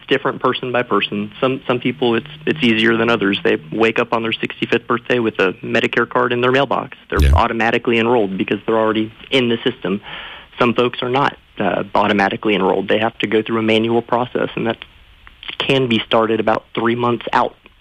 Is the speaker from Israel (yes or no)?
no; Sumter, South Carolina, United States; I'm right here in Sumter.